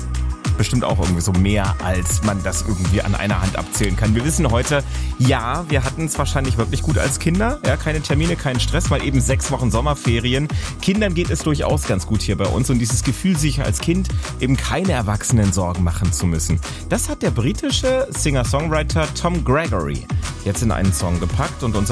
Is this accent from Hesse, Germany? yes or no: no; Jena, Thuringia, Germany; Ich komme aus Jena. Das war zum Aufwachsen auch so eine total coole Stadt, wo du dir um nichts Gedanken machen musstest.